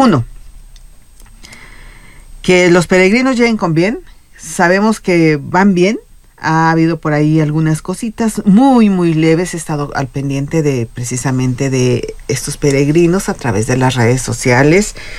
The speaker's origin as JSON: {"language": "Spanish", "town": "Santiago de Querétaro", "region": "Querétaro", "country": "Mexico", "said": "los que somos queretanos de nacimiento"}